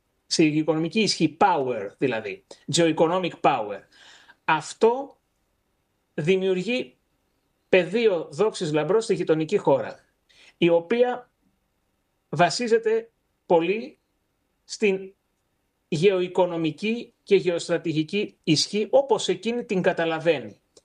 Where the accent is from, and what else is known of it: Greece